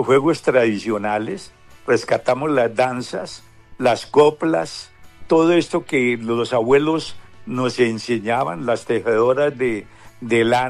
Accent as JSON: {"language": "Spanish", "town": "Sutamarchán", "region": "Boyacá", "country": "Colombia", "tie": "born or raised there"}